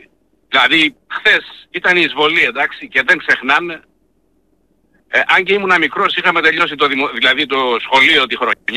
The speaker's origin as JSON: {"language": "Greek", "region": "Eastern Macedonia and Thrace", "country": "Greece", "said": "Όχι γιατί είμαι Πόντιος, γιατί είμαι Έλληνας, εντάξει. Πρώτα είμαι Έλληνας και είμαι ποντιακής καταγωγής. Λοιπόν, και Θρακιώτης."}